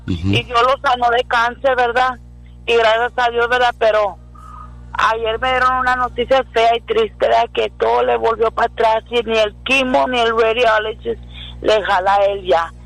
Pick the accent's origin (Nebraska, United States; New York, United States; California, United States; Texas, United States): Texas, United States; Crystal City; No, de Crystal City.